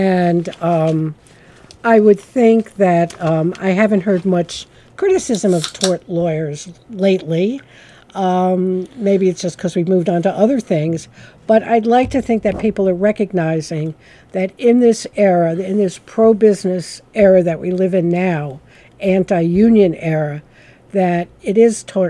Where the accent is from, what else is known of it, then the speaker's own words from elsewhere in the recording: New York, United States; And I come from Rust Belt territory, upstate New York.